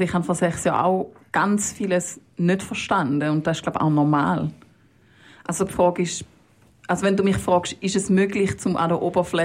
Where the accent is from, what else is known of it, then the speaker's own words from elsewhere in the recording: Switzerland; als Schweizerin